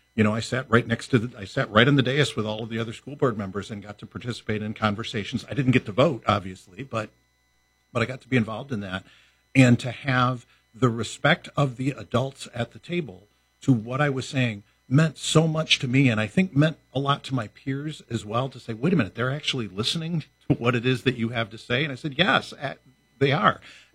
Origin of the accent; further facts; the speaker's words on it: Mount Pleasant, Michigan, United States; I didn't grow up in Holland, as I think the listeners know. I grew up in Mount Pleasant.